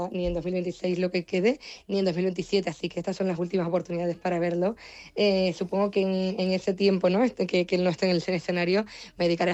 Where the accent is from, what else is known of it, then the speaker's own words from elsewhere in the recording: La Palma, Canary Islands, Spain; moved away; Me han dicho muchas veces que soy de allí, de Palma, pero soy de La Palma, en Canarias.